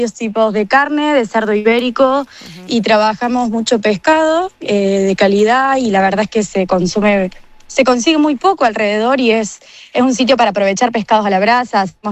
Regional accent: Argentina; Sí, sí, yo soy de Argentina.

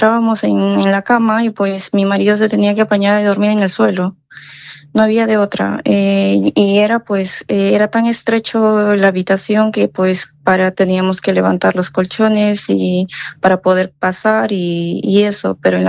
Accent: Peru; moved away as an adult; now in Cantabria, Spain; mi país de origen es Perú.

